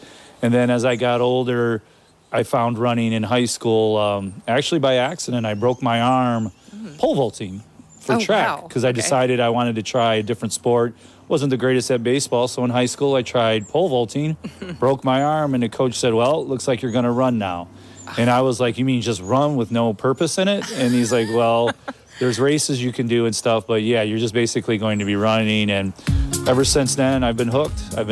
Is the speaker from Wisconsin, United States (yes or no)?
no; Spencer, Ohio, United States; Yeah, I grew up south in Spencer.